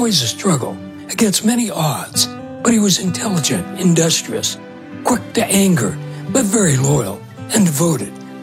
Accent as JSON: {"language": "English", "region": "Texas", "country": "United States", "said": "I am one Texan boy who never had a pair of cowboy boots. I am one native-born and native-bred American male"}